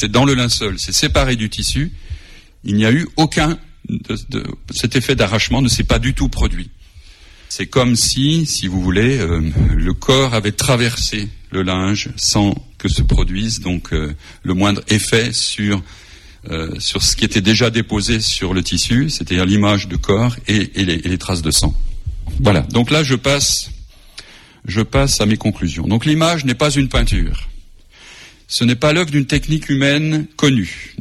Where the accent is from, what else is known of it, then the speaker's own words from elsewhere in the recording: Lyon, Auvergne-Rhône-Alpes, France; Je suis lyonnais d'origine